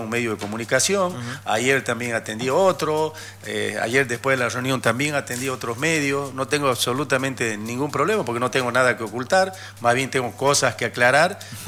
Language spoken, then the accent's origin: Spanish; Yacuiba, Tarija, Bolivia; en mi pueblo, en Yacuiba